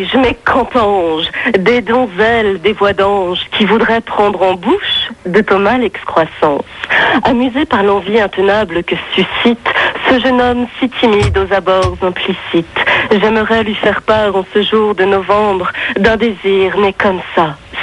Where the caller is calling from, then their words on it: Paris, Île-de-France, France; j'ai 24 ans et je vous appelle de Paris.